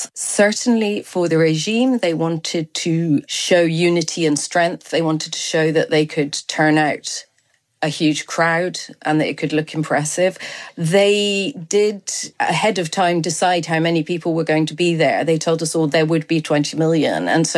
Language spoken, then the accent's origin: English; United Kingdom; I suppose I'm not, being British